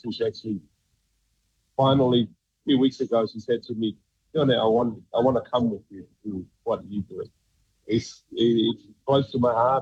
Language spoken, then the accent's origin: English; Tonga; me being a kid that born and raised in Tonga, was I'm always keep my life very basic and very simple